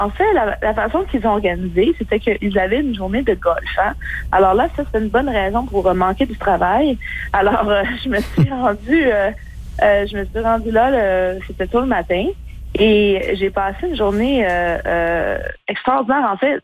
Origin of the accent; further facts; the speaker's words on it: Quebec, Canada; now in Ontario, Canada; Un, je me suis dit, waouh, tu sais, j'ai quand même passé 20 ans de ma vie ici. Bien sûr, je viens du Québec.